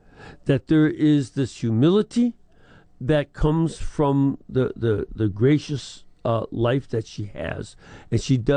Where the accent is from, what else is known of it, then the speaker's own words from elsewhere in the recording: Chicago, Illinois, United States; it helps me as a Chicagoan to understand it.